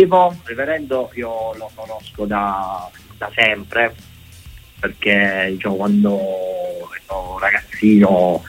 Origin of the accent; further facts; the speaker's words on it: Mola di Bari, Apulia, Italy; mentre io sono di Mola di Bari, e Niccolò è di Capurso, che sono due, sì, paesi a 15-20 km più o meno da Bari